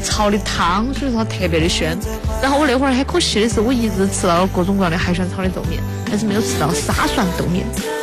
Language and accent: Chinese; Chongqing, China; 我们重庆人只能把面吃了。